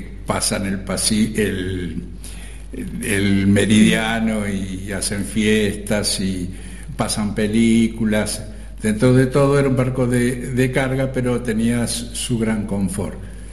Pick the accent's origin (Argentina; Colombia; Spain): Argentina; moved away as an adult; tenía que viajar, tenía que irme de Argentina.